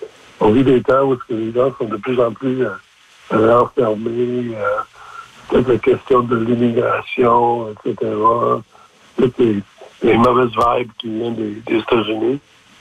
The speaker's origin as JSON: {"language": "French", "region": "New Brunswick", "country": "Canada", "also_born_or_lived": "Gaspésie", "moved": "yes", "lives_now": "Anticosti, Canada", "said": "Moi, comme vous le savez, je suis un immigrant au Québec. Je viens du Nouveau-Brunswick à l'origine, puis j'ai passé énormément de temps en Gaspésie avant de venir à Anticosti."}